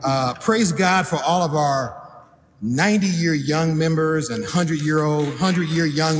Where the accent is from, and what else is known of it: Los Angeles, California, United States; born or raised there